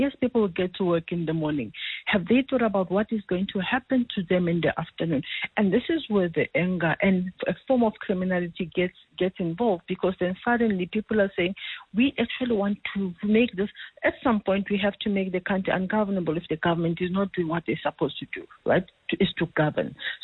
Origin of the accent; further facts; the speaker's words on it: Yeoville, Gauteng, South Africa; I mean, if you go to Yeovil, I grew up in Yeovil. Yeovil says nothing about South Africa.